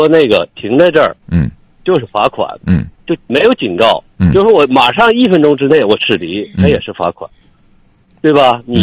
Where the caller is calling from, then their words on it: Changchun, Jilin, China; 我长春呢。